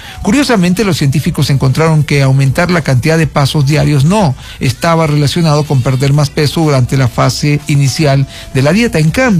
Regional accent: Esmeraldas, Ecuador; moved away; A mi tierra querida Esmeraldas

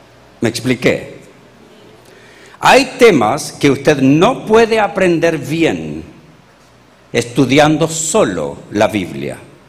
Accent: Chile; lo que yo aprendí como chileno

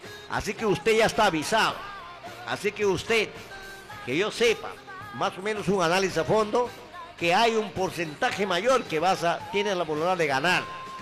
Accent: Peru; los 33 millones de peruanos que estamos en pie de lucha

